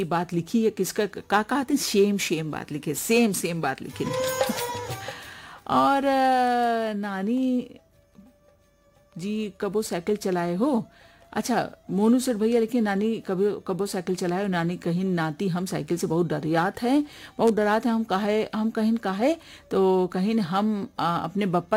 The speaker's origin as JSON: {"language": "Hindi", "town": "Barabanki", "region": "Uttar Pradesh", "country": "India", "said": "कटरा बारामंकी का रहने वाला हूँ"}